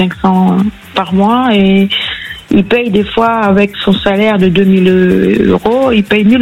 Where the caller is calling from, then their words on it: Vitry-sur-Seine, Île-de-France, France; J'appelle dans le Val-de-Marne. Précisément à Vitry-sur-Seine.